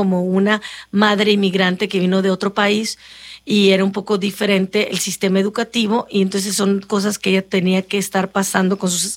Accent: Brazil; Spanish is a second language; moved away; Como dije anteriormente, yo vengo directamente de Brasil

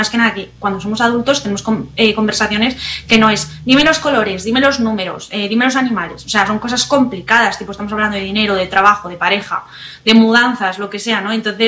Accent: Spain; moved away as an adult; now in United States; yo soy española, pero vivimos cerca de sus padres, en el pueblo donde él se crió, en un sitio que a mí ya sabéis que no me gusta

